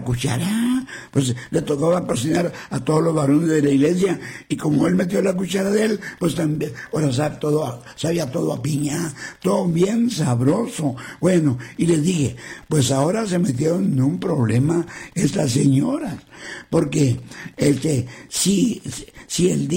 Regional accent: Monclova, Coahuila, Mexico; todos los de que somos de Monclova, somos primos de Superman, alma de acero, porque de ahí estaba Altos Hornos Mexicanos

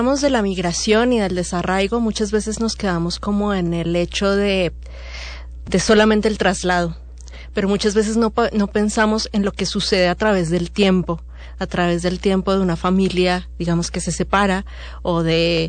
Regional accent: Colombia; moved away as an adult; now in Mexico; lo que yo he vivido durante estos 17 años de vivir en México. Soy colombiana

